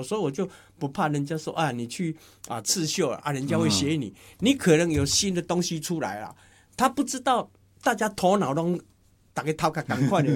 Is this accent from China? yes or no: no; Taiwan; 尤其我们台湾人都很喜欢做大量，好比像可乐一样